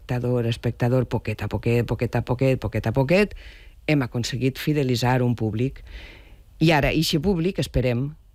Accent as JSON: {"language": "Catalan", "town": "Alcoy", "region": "Valencian Community", "country": "Spain", "said": "i jo, que sóc d'Alcoi."}